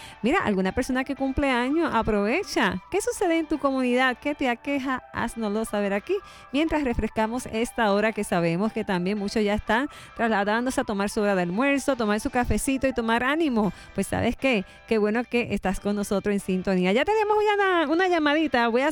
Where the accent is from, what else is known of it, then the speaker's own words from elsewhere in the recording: Corozal, Puerto Rico; yo no sé dónde están los de mi pueblo de Corozal.